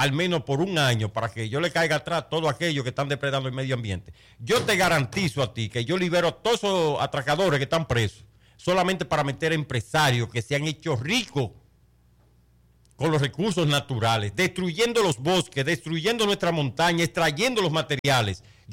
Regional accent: Dominican Republic; yo, como ciudadano dominicano

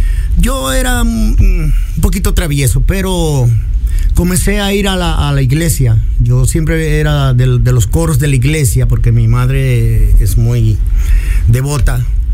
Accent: San José de las Matas, Santiago, Dominican Republic; also born or lived in La Corominas; Yo nací en la Corominas a la 1 de la mañana. Ese día mi papá fue y le cantó bajitico a mami. O sea que yo lo primero que escuché fue música. Me crié en San José de las Matas, Sajoma.

